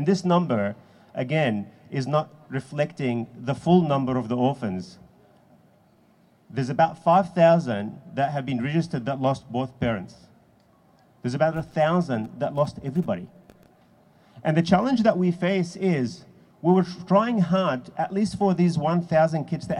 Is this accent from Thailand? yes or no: no; Palestine; unceded and stolen exactly like where I come from Palestine.